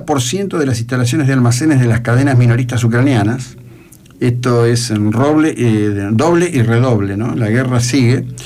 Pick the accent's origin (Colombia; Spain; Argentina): Argentina; Soy plenamente argentino, no tengo ninguna doble nacionalidad, solo quiero ser argentino.